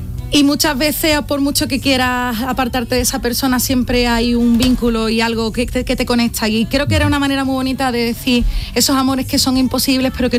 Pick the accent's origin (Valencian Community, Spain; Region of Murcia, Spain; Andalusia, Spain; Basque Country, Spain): Andalusia, Spain; acercarme un poquito más a mi tierra. Y a donde vivo, ¿no? Que es Andalucía y bueno, soy española